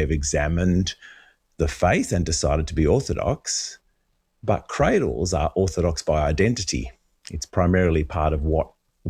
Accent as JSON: {"language": "English", "town": "Sydney", "region": "New South Wales", "country": "Australia", "tie": "born there", "said": "I am the third son of immigrants. So my parents were immigrants from Greece to Australia. I was born in Australia, born in Sydney."}